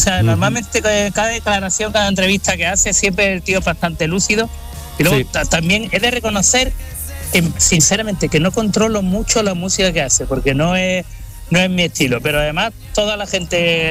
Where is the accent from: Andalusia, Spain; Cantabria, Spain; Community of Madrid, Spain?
Andalusia, Spain; Fernando y yo somos los únicos andaluces que no sabemos ni una canción